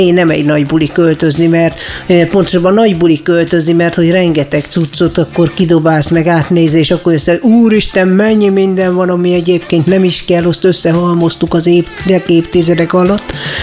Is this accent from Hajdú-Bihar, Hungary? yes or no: yes; Debrecen, Hajdú-Bihar, Hungary; én Debrecenbe születtem, nőttem föl, és itt is élek, és ha nem muszáj, nem hagynám el Debrecen